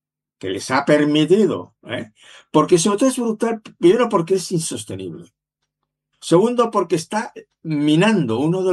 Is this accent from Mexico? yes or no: no; Madrid, Community of Madrid, Spain; los que no tenemos ninguna nacionalidad, pues somos de Madrid